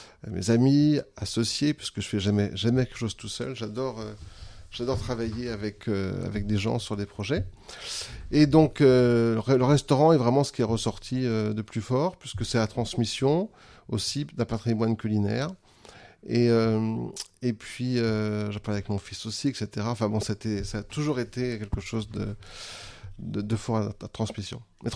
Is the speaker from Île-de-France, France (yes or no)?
no; Bourges, Centre-Val de Loire, France; born there; je suis né à Bourges, j'adore cette ville, évidemment.